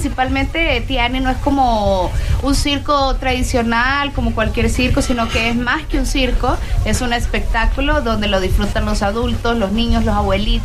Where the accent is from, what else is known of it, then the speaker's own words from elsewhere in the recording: El Salvador; soy de El Salvador, representado el Pulgarcito de América.